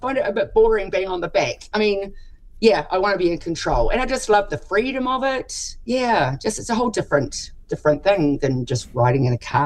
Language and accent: English; Taranaki, New Zealand; I'm from Taranaki